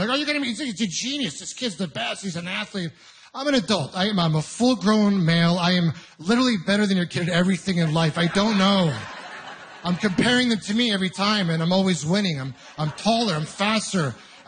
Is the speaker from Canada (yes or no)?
yes; Ontario, Canada; I'm originally from Ontario, and I've got a lot of friends that have been popping out kids in the last few years.